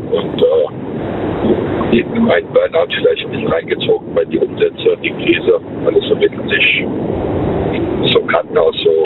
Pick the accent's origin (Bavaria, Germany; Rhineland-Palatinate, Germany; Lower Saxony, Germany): Rhineland-Palatinate, Germany; Worms; born there